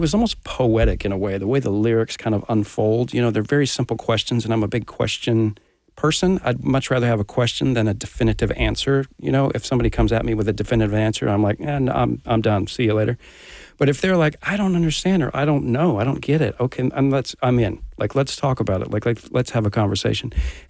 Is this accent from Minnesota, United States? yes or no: yes; Minnesota, United States; We had rooms next to each other growing up in Minnesota.